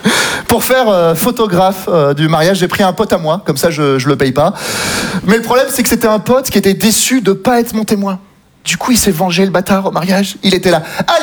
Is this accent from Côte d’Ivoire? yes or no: no; south of France, France; Moi, je viens du Sud, ok.